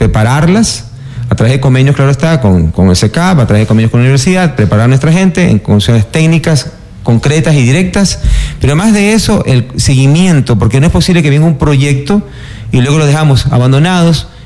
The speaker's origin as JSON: {"language": "Spanish", "country": "Ecuador", "said": "Así que me fui a trabajar a Estados Unidos, como muchos ecuatorianos que buscan las oportunidades."}